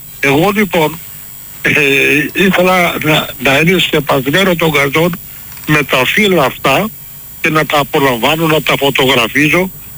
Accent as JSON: {"language": "Greek", "town": "Thessaloniki", "region": "Central Macedonia", "country": "Greece", "tie": "born or raised there", "lives_now": "Michaniona, Greece", "said": "Είμαι Θεσσαλονικιός, παιδί του Βαρδαρίου. Βρέθηκα όμως στη Μηχανιώνα λόγω Συνσίου."}